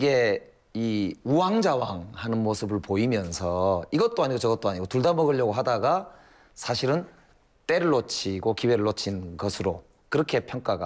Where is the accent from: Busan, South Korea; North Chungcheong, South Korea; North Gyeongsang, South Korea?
Busan, South Korea; 저도 고향이 부산이지만